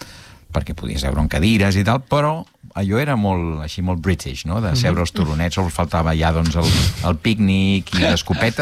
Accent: Barcelona, Catalonia, Spain; De fet, clar, jo vinc de Sants. Sants també hi ha barri.

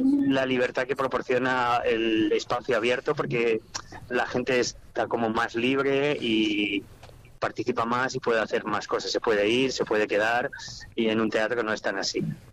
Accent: Asturias, Spain; Pues el de mi pueblo, en Asturias.

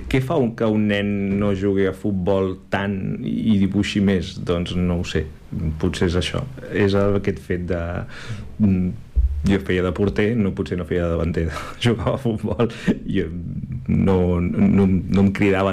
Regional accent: Esparreguera, Catalonia, Spain; perquè neixo a Esparreguera.

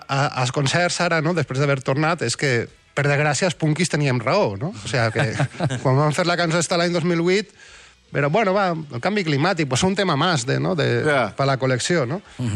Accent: Valencian Community, Spain; som de la Marina.

